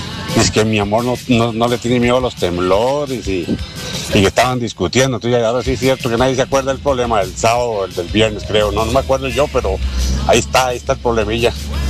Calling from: Santa Bárbara, Heredia, Costa Rica; Hola, hola … desde Santa Bárbara de Heredia.

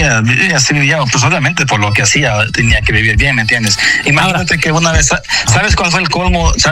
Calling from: Honduras

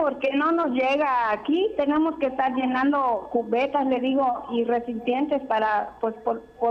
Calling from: Umán, Yucatán, Mexico

